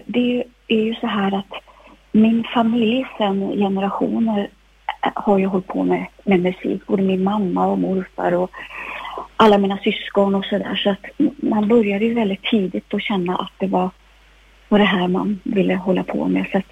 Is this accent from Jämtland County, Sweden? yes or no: yes; Östersund, Jämtland County, Sweden; vi kom ju från Jämtland, Östersund